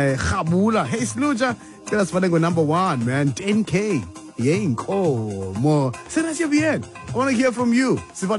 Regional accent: Tanzania; I'm filmmaker from Mtanzani.

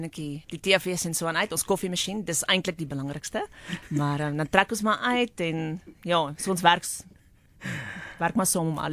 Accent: Pretoria, Gauteng, South Africa; now in Alberton, South Africa; So, ek is van Alberton. En oorspronkelijk van Pretoria, groot geword in Pretoria en nou blyk in Alberton.

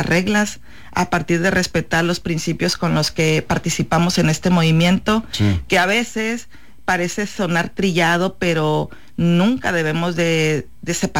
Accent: Chametla, Sinaloa, Mexico; Ahí fue donde también conocí que mi pueblo era un pueblo de origen prehispánico, porque a mí siempre me gusta contar que de niña nosotros en verano acostumbrábamos ir a buscar tepalcate, los monitos que le decíamos en aquel entonces, las figurillas prehispánicas que Chametla pues hoy tiene un museo comunitario

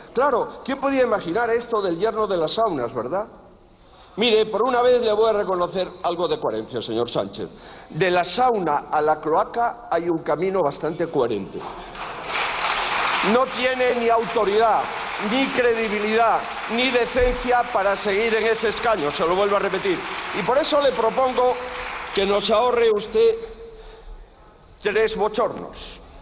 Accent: Spain

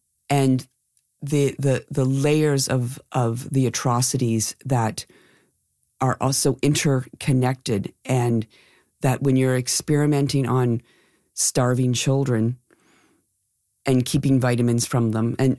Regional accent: Canada

